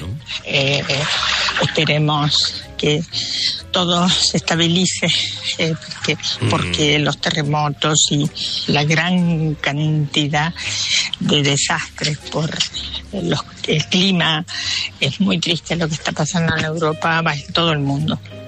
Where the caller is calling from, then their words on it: Italy; de Italia.